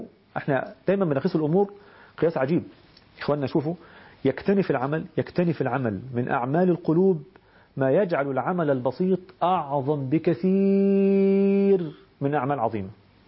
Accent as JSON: {"language": "Arabic", "country": "Egypt", "said": "إحنا بنسميه عندنا في مصر النهاردة اسمه يسموه ترند،"}